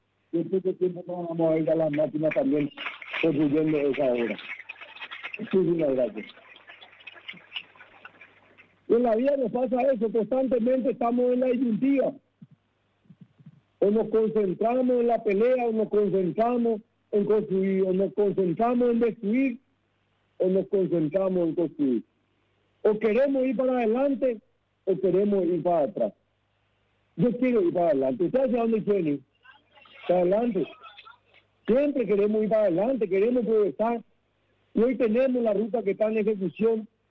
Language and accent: Spanish; Paraguay